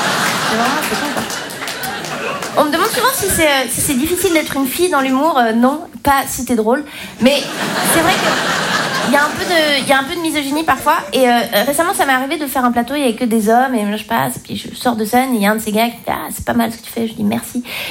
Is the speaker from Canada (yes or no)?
no; Romandy, Switzerland